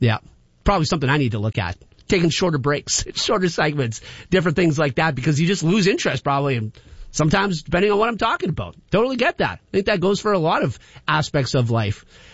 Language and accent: English; Sudbury, Ontario, Canada; I had some advantages growing up in Sudbury, and the school that I grew up in before we moved down here, it was kind of like it was all bush behind us.